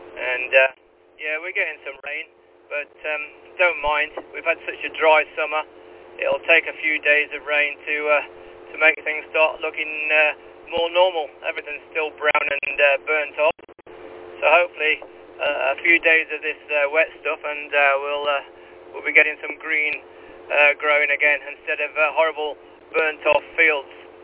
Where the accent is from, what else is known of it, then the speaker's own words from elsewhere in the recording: East Midlands, United Kingdom; accent: Derbyshire; moved away; I moved down here a long, long time ago. So I've lost my Derbyshire accent now.